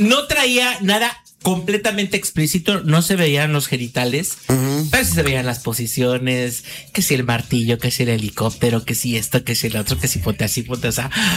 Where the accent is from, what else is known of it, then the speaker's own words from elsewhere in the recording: Ayutla de los Libres, Guerrero, Mexico; moved away; No me avergüenzo de mis raíces del pueblito de donde vengo, Ayutla de los Libres, en el estado de Guerrero.